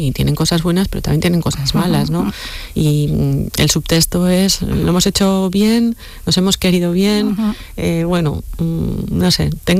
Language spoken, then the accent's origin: Spanish; Errenteria, Basque Country, Spain; Yo soy de Rentería